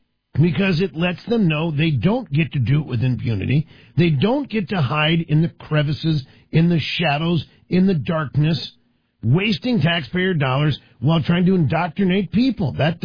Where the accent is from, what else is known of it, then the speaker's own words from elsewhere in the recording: Washington, District of Columbia, United States; I've been in the Smithsonian's a number of times because I grew up in Washington, D.C.